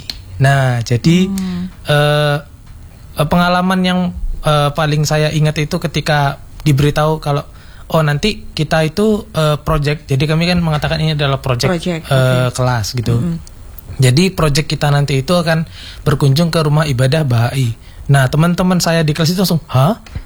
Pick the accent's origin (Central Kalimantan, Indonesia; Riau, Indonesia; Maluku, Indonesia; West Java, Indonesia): Riau, Indonesia; Pekanbaru; now in Jember, Indonesia; Jadi saya itu lahirnya di sini karena memang keluarga asli di sini, cuman karena orang tua bekerja di Riau di Pekanbaru, itu akhirnya saya pindah dari lahir.